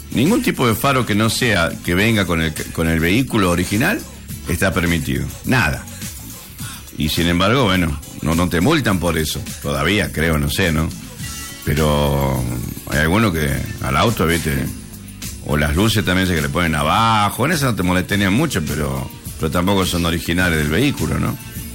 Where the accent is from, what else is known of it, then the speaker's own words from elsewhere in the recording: Campo Santo, Salta, Argentina; moved away as an adult; now in Salta, Argentina; yo me vine hace muchísimos años de mi pueblo ya. Tengo más años vivido en Capital que los que tengo de haber vivido en mi pueblo. Yo me vine a los 20 años exactamente a Salta Capital